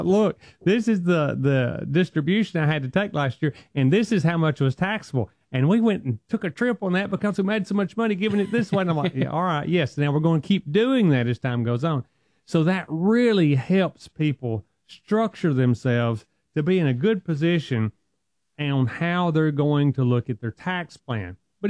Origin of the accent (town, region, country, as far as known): the South, United States; accent: Southern